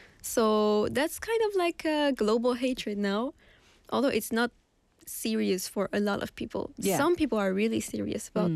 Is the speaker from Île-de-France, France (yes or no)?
no; Auvergne-Rhône-Alpes, France; moved away as an adult; also born or lived in Lyon; now in Busan, South Korea; So I'm from a city that's next to Lyon. It's actually not that close. It's like 45 minutes away by driving.